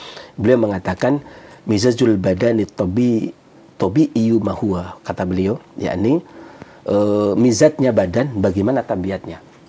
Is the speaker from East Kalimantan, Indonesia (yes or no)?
no; Pemalang, Central Java, Indonesia; born there; also born or lived in Cilacap; now in Bekasi, Indonesia; kayak misalkan saya lahir di Pemalang, maka tabiat saya adalah tabiat Pemalang. Setelah itu kemudian saya tinggal di agak lama 5 tahun lebih di Cilacap